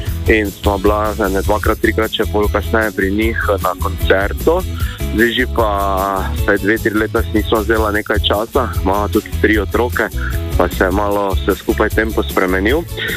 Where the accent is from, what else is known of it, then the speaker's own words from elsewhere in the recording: Maribor, Drava, Slovenia; Jaz sem iz Maribora.